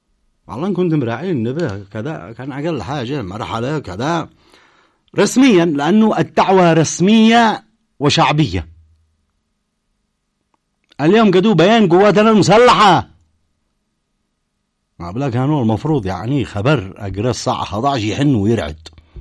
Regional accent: Yemen; أنا كمواطن يمني

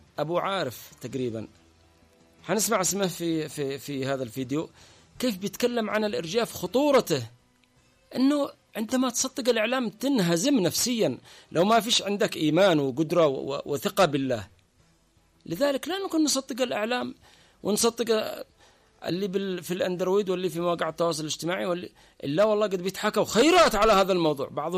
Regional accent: Yemen; عندنا في اليمن

